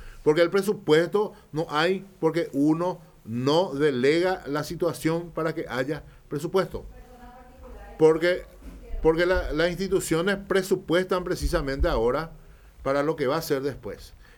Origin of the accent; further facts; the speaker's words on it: Paraguay; esta fecha en particular que nos caracteriza como paraguayos.